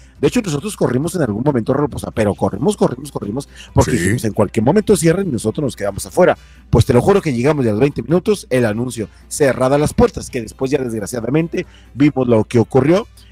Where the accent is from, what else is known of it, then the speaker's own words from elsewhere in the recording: Mexico; Como buen mexicano, salimos a las 3.